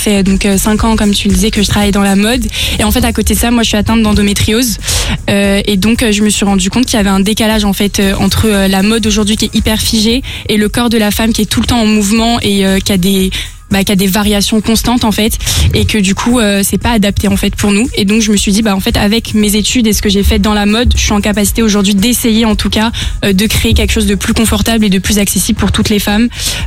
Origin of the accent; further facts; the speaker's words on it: Île-de-France, France; Ouais, je viens d'Île-de-France du 91.